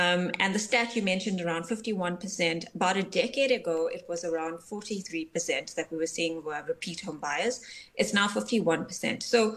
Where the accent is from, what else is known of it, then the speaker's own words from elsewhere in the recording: South Africa; I think back on my personal experience as a young female growing up in South Africa.